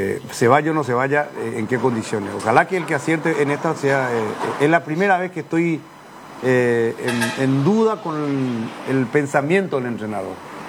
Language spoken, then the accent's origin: Spanish; Paraguay; nosotros somos paraguayos.